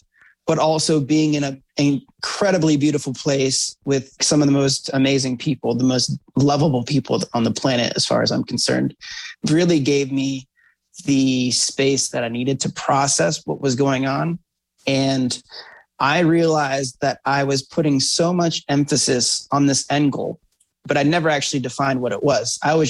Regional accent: Columbus, Ohio, United States; I'm from Columbus

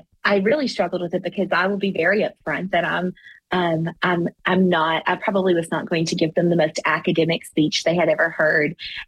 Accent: Hayside, United States; now in Knoxville, United States; Growing up in Hayside, my family has a grocery store, a small business there that we have had for nearly 90 years and four generations.

